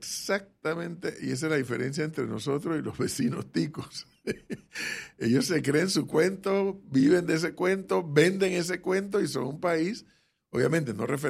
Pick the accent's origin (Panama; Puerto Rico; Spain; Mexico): Panama; yo sí insisto acá en Panamá